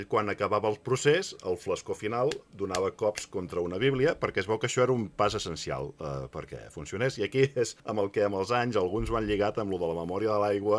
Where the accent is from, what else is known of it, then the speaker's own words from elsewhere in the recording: Catalonia, Spain; els catalans tenim una forma de calcular.